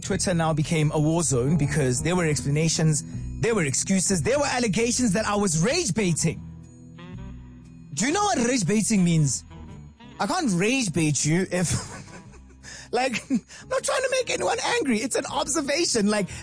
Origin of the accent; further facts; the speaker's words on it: Bethlehem, Free State, South Africa; Don't go to Bethlehem, my hometown